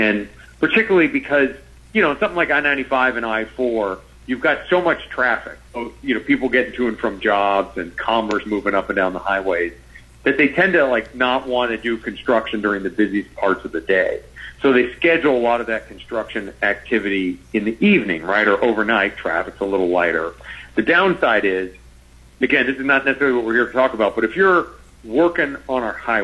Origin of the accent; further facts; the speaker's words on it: Stuart, Florida, United States; So that's how I ended up getting born and raised in Stuart, Florida.